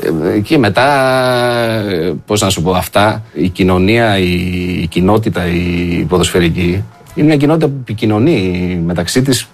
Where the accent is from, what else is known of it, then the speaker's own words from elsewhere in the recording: Greece; είμαι ο Έλληνας που προέρχεται από τον ΠΑΟΚ